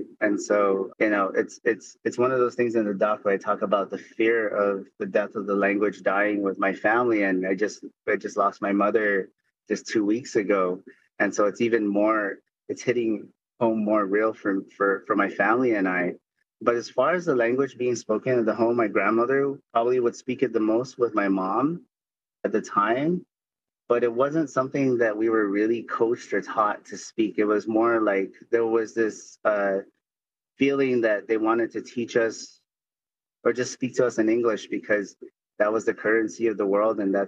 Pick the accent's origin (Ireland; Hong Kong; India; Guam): Guam; So I am of Chamorro descent, like many of us on island, from the island of Guam, born and raised on Guam.